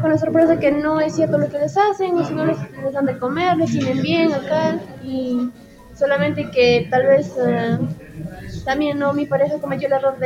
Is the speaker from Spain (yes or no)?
no; Huamachuco, La Libertad, Peru; vengo de Huamachuco.